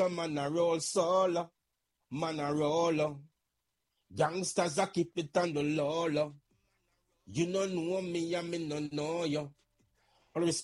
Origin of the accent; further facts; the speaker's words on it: Jamaica; even growing up in Jamaica, you know, from, you know, like, you know, back in the 90s